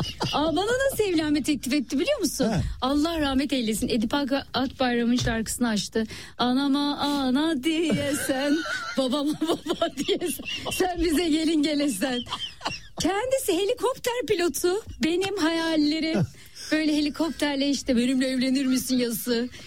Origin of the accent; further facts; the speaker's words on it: Siirt Province, Turkey; Onlar da Kayserililer biz Siirtliyiz.